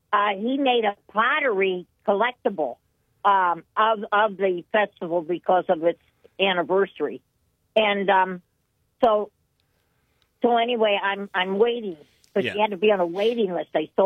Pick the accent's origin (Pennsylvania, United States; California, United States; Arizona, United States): Pennsylvania, United States; Williamsport; I grew up in Williamsport, PA, so I've been here 50-some years.